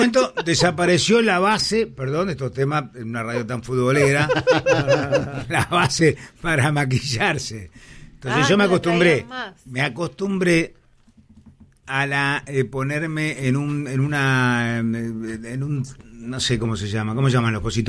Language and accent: Spanish; Libertad, Buenos Aires Province, Argentina; born there; moved away; no vivo en Libertad, donde nací.